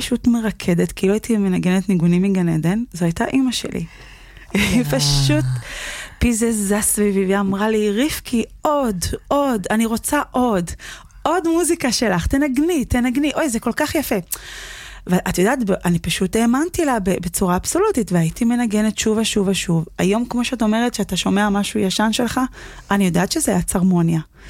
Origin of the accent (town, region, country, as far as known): Tel Aviv, Tel Aviv District, Israel; born there